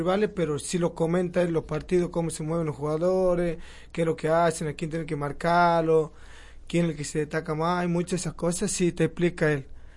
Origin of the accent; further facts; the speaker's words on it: San Cayetano, Buenos Aires Province, Argentina; No, yo soy de San Cayetano, nacido en Buenos Aires.